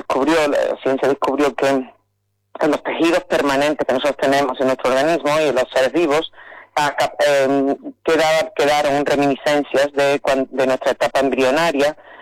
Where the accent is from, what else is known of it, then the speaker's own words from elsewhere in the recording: Posadas, Andalusia, Spain; now in Mexico; yo trabajo en México, pero soy de Posadas.